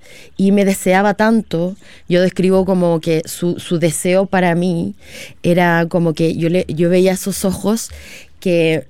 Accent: Calbuco, Los Lagos, Chile; vengo llegando de Calbuco, estamos preparando una película de la, del primer libro, y para eso hay que hacer, hay que volver atrás. y era necesario que en este caso la directora y el guionista conocieran a mi familia y mi contexto de chica.

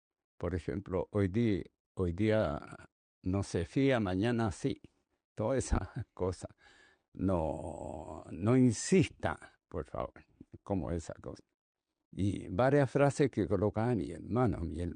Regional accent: Lontué, Maule, Chile; En Lontué, el pueblo donde yo nací.

